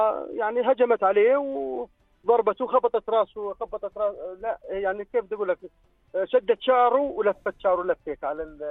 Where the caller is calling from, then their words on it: Aqaba, Aqaba Governorate, Jordan; سكان العقبة المنطقة العاشري.